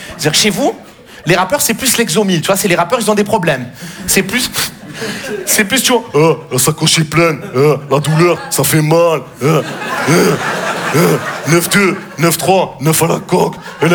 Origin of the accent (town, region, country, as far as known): Marseille, Provence-Alpes-Côte d'Azur, France